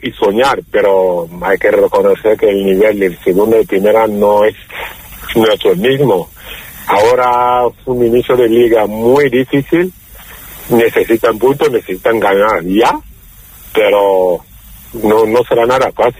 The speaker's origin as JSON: {"language": "Spanish", "town": "Málaga", "region": "Andalusia", "country": "Spain", "said": "como malagueño y malaguista, sería un sueño volver a primera"}